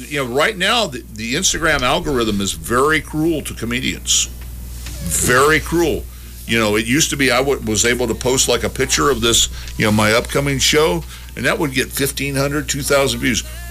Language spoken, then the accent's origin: English; West Virginia, United States; moved away; I'm originally from West Virginia.